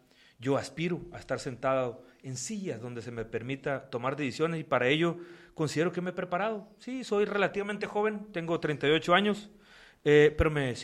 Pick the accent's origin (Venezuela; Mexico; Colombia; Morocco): Mexico; La Reforma, Sinaloa; moved away as an adult; now in Culiacán, Mexico; yo estoy muy orgulloso de haber nacido y crecido en la Reforma. Y ahí viví hasta mis 18 años, que fue cuando terminé la prepa. Ya luego me mudé a Culiacán, ahí me puse a estudiar, ahí vinieron luego mis hijas, ya me quedé en Culiacán.